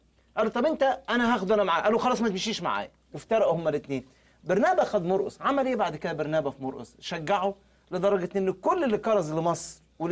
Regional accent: Egypt; قلت له تخيل عندنا في مصر بنفس الطريقه.

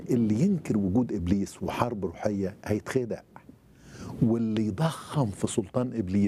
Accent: Egypt; عندنا في مصر

